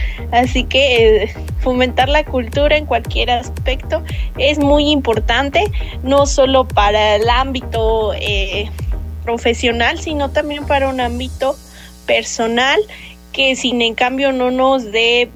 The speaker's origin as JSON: {"language": "Spanish", "country": "Mexico", "said": "como lo somos los mexicanos, que nos enorgullecemos en ver nuestra bandera"}